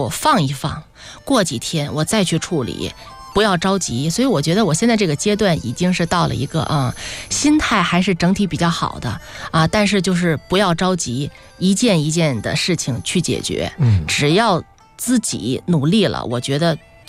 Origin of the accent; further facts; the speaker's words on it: Chengde, Hebei, China; 因为我老家河北承德